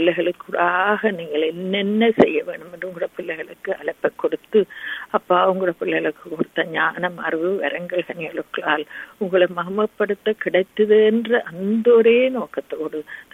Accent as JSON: {"language": "Tamil", "country": "Sri Lanka", "tie": "born or raised there", "moved": "yes", "said": "நாங்க பிறந்து வளர்ந்த அந்த சிறிய தீவுக்காக"}